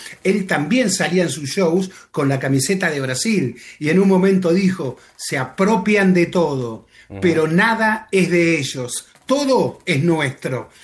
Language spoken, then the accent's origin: Spanish; Argentina